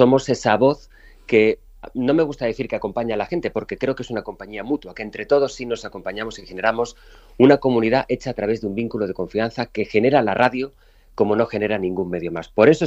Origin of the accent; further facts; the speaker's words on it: Spain; Soy un tipo muy de pueblo, soy de la Ribera, presumo cada vez más de serlo, y más orgulloso de eso.